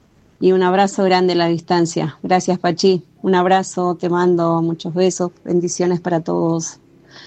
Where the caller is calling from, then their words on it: Juanillo, Santiago del Estero, Argentina; de Juanillo